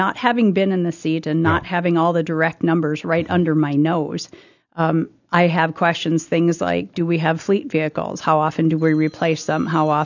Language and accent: English; Wahpeton, North Dakota, United States